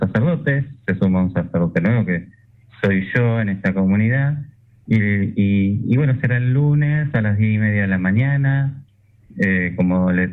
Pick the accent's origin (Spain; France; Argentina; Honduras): Argentina; Pedro Luro, Buenos Aires Province; moved away as an adult; now in Tres Arroyos, Argentina; yo tengo 40 años, bueno, como le decía, soy de Pedro Luro, y bueno, hace 6 años que estoy acá en Tres Arroyos